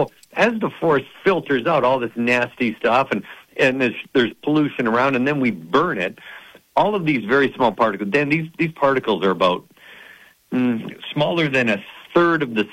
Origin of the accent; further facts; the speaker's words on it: Canada; moved away; As a boy who was born and raised in Canada